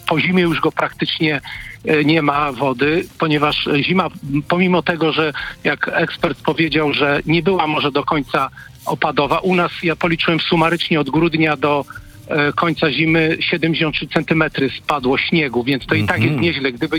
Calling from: Subcarpathian Voivodeship, Poland; ja dzwonię z Podkarpacia, okolicy Łańcuta.

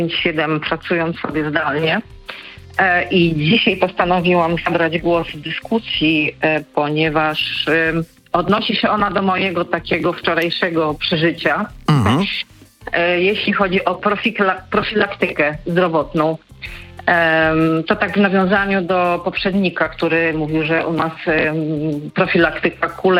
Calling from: Rzeszów, Subcarpathian Voivodeship, Poland; Mieszkam w Rzeszowie.

